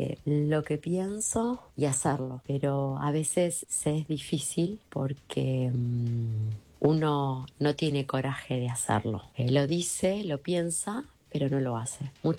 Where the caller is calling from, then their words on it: Buenos Aires, Argentina; de Congreso